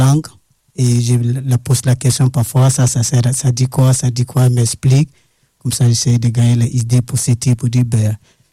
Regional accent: Liberia; French is a second language; Je viens du Liberia.

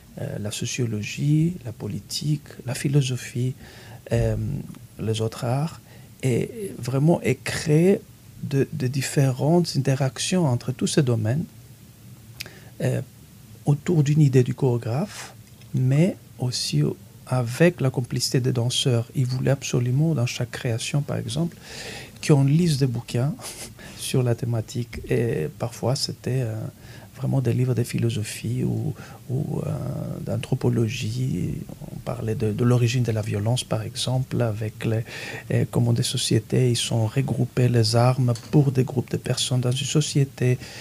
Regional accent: Greece; French is a second language; moved away; Quand j'ai grandi en Grèce, je n'ai pas eu cette chance, venant d'une famille ouvrière.

